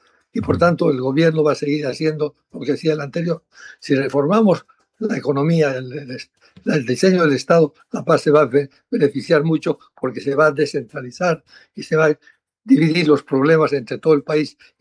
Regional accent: Bolivia; now in Washington, United States; yo duermo en Washington, pero vivo en Bolivia.

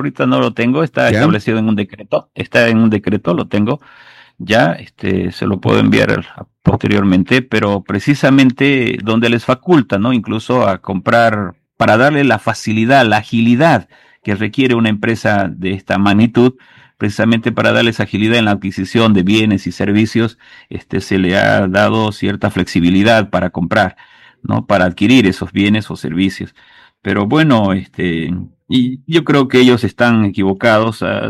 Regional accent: Bolivia; Entonces, si en este caso los dueños somos todos los bolivianos, pues ganaremos todos.

